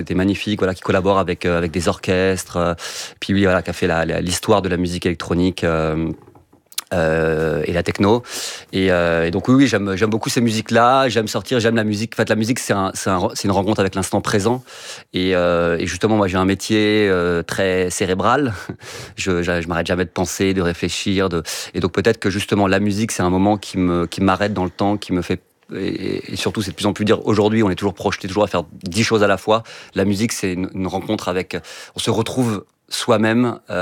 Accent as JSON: {"language": "French", "region": "Brittany", "country": "France", "said": "Mais bon, justement, en tant que vacancier, moi, je parle pas en tant que Breton, je parle en tant que vacancier."}